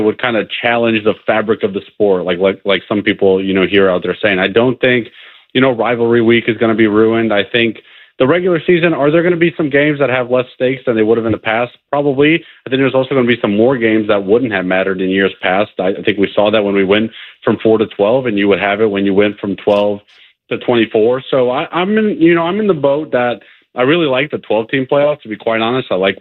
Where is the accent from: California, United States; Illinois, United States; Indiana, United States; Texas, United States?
Indiana, United States; I grew up in Indiana, but I grew up Northwest Indiana.